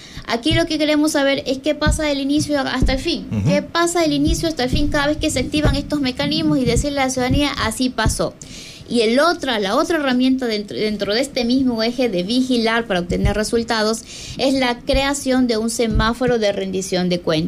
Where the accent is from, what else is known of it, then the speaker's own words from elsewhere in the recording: Guayaquil, Guayas, Ecuador; born there; now in Quito, Ecuador; yo nací en Guayaquil, fui criada por una mujer de Santa Elena que me crió como hija propia. Mis abuelos son de Manabí. Allá. Estoy viviendo en Quito por mi trabajo en la cooperación internacional.